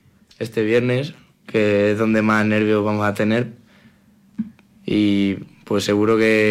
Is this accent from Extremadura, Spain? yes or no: no; Motilla del Palancar, Castilla-La Mancha, Spain; es mi pueblo desde siempre